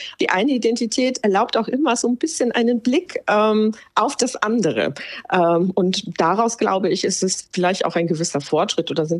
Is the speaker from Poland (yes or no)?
yes; Poland; now in Germany; das ist, wie ich mich jetzt als Polin fühle und das ist jetzt, wie ich mich als Deutsche fühle.